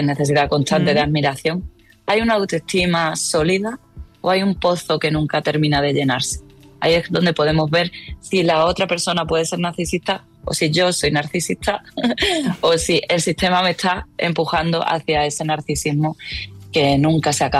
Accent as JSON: {"language": "Spanish", "region": "Extremadura", "country": "Spain", "moved": "yes", "said": "Pues siendo yo extremeña y no viviendo en Extremadura, siendo ya refugiada climática prácticamente"}